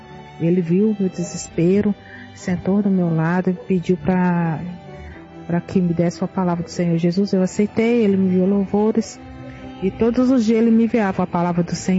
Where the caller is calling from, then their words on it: Belo Horizonte, Minas Gerais, Brazil; sou de BH.